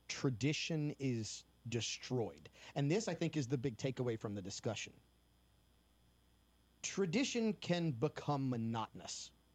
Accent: New Orleans, Louisiana, United States; I grew up in New Orleans.

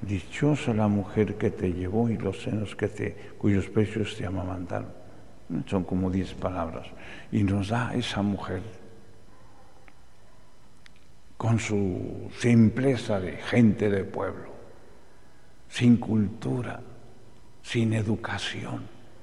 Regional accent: Lomas, Mexico City, Mexico; Yo también nací en las Lomas. Sí, tú no sabes. En lo más jodido. Pues era el lago de Texcoco, ¿no? Pero, bueno, sí, bueno, somos de Lomas.

